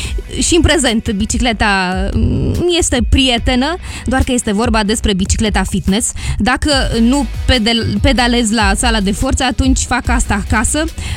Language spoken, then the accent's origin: Romanian; Cupcini, Edineț District, Moldova; moved away; pe străzile din orașul meu natal, Cupcini